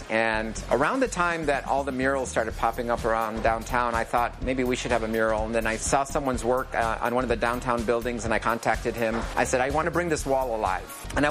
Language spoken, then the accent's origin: English; Rochester, New York, United States; I'm from Rochester, New York. Grew up there.